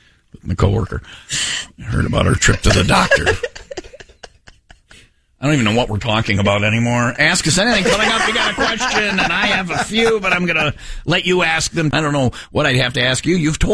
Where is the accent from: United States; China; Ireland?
Ireland; I'm Irish.